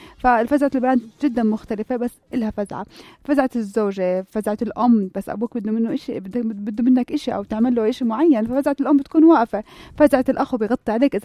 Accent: Jordan; احنا يعني متميزين كأردنية

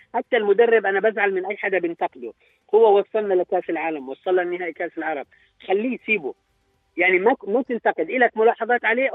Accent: Jordan; now in Dubai, United Arab Emirates; انا بعتبر حالي اردني اكثر من الاردنيين لاني عايش برا الاردن،

